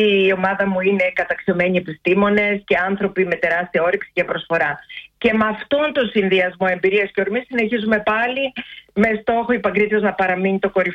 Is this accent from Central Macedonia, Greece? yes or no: no; Heraklion, Crete, Greece; είμαι από το Ηράκλειο της Κρήτης, από κάποιο συγκεκριμένο χωριό το οποίο λέγεται Γαρίπα.